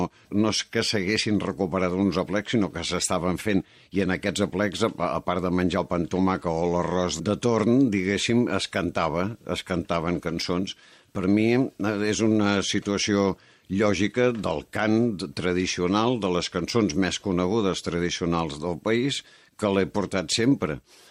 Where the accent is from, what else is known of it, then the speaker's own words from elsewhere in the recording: Sallent, Catalonia, Spain; Jo vinc de Sallent del Bages.